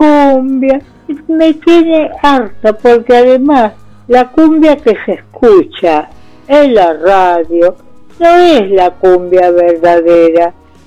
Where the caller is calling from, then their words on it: Buenos Aires, Argentina; de Villa Ortúzar.